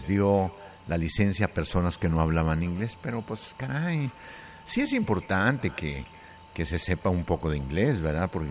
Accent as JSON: {"language": "Spanish", "town": "Tlaltenango", "region": "Zacatecas", "country": "Mexico", "moved": "yes", "said": "vamos aquí a Tlatenango, Zacatecas, a mi tierra"}